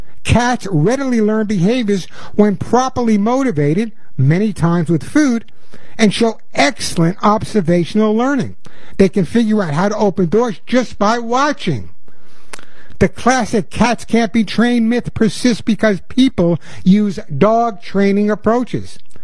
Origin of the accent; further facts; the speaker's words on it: New York City, New York, United States; I'm a New Yorker, ex-New Yorker. I talk quickly.